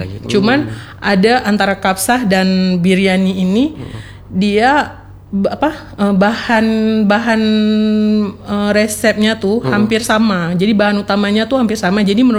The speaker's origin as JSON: {"language": "Indonesian", "region": "Aceh", "country": "Indonesia", "also_born_or_lived": "Jakarta", "said": "Condet itu kan emang Arab semua, Arab tapi semua, kita nih Aceh gitu."}